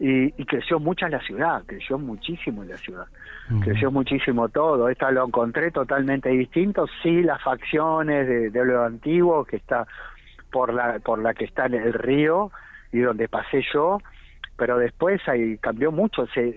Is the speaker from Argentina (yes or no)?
yes; Argentina; como los argentinos, los sargentos, como nos dicen, somos rebeldes cuando nos prohíben cosas.